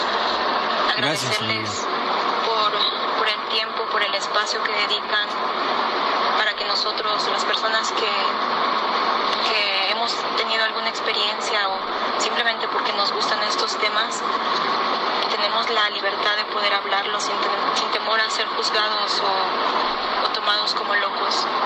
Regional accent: Mexico City, Mexico; now in Texas, United States

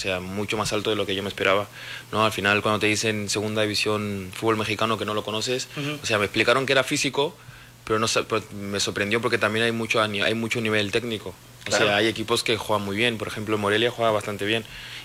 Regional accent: Barcelona, Catalonia, Spain; Yo soy de Barcelona, pero mi equipo siempre es el Real Madrid

